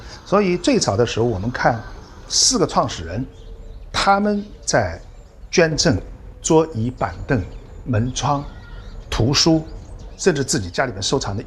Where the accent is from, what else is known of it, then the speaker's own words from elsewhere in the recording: Zhejiang, China; 我们浙江人